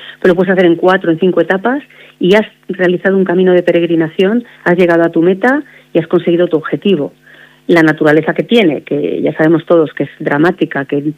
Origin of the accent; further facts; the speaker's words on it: Santiago de Compostela, Galicia, Spain; born there; Bueno, mira, yo nací en Santiago de Compostela